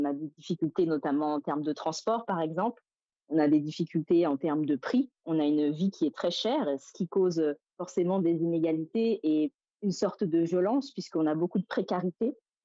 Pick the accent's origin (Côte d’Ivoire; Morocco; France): France; moved away as an adult; now in Fort-de-France, Martinique; Je suis martiniquaise par mes deux parents, mais j'ai grandi en France